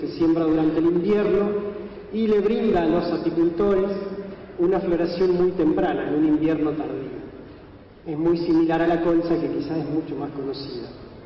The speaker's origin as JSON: {"language": "Spanish", "region": "Santa Fe", "country": "Argentina", "said": "vengo de la provincia de Santa Fe"}